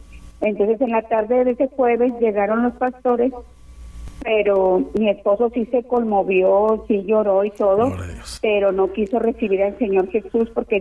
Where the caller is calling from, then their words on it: Monterrey, Nuevo León, Mexico; De aquí de Monterrey.